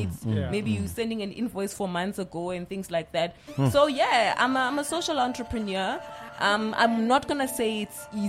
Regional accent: South Africa; I speak realistically as a South African person.

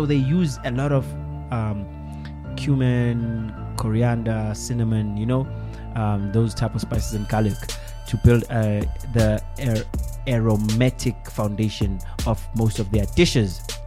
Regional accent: South Africa; We are South African

